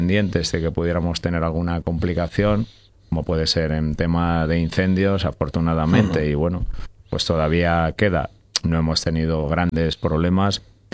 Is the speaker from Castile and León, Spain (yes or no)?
yes; Valladolid province, Castile and León, Spain; Mi ciudad es Valladolid y mi pueblo es Matabozolos.